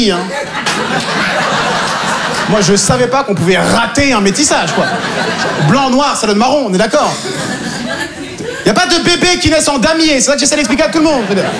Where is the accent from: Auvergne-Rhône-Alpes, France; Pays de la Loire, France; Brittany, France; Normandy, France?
Normandy, France; born there; Moi, je suis né en Normandie.